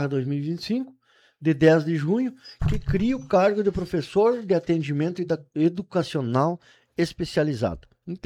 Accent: Santa Bárbara do Sul, Rio Grande do Sul, Brazil; eu sou da comunidade de Santa Bárbara do Sul

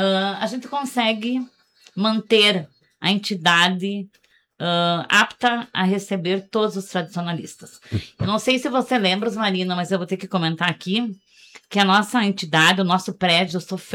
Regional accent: Rio Grande do Sul, Brazil; todos somos gaúchos

